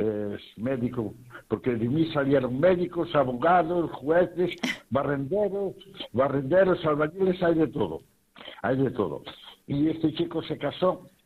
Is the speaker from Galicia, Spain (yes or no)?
yes; Redondela, Galicia, Spain; como soy un amante de mi pueblo, y sabes que Redondela hay muchas actividades lúdicas y de cultura y de todo eso.